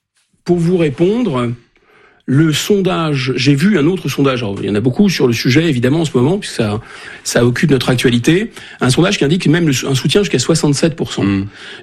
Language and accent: French; Normandy, France; Moi, je suis un Français de Normandie, je me retrouve dans une classe en région parisienne, à la Courneuve